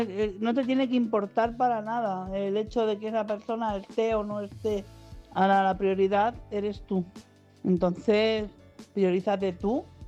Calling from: Madrid, Community of Madrid, Spain; de Madrid.

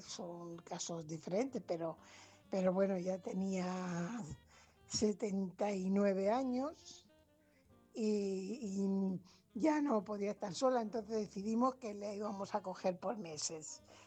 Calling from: Fuenlabrada, Community of Madrid, Spain; corresponsal de Fuenlabrada.

